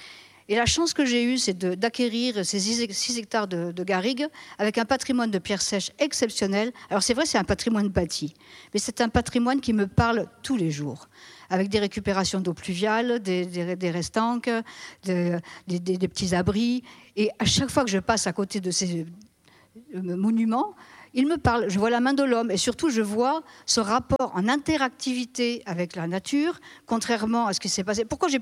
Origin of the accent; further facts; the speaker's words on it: Grand Est, France; Et puis en plus, moi je venais de la Marne, il a fallu apprendre ici.